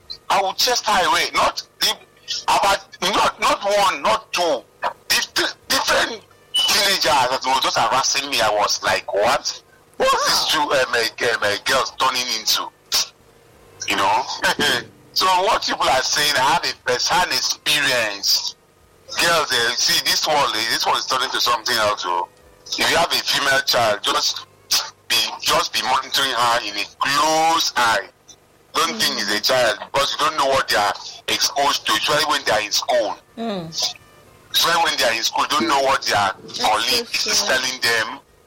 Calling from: Calabar, Cross River, Nigeria; All right, I'm calling you from Calabar.

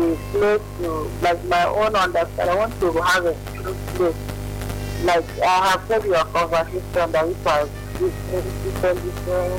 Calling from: Calabar, Cross River, Nigeria; I'm from Calabar.

